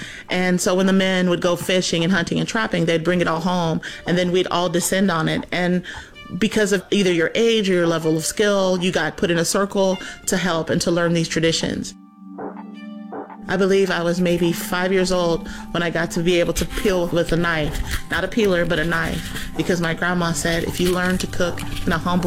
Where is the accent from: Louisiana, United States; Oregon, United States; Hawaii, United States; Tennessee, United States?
Louisiana, United States; We are Creoles from Louisiana by way of St. Kitts and Belize.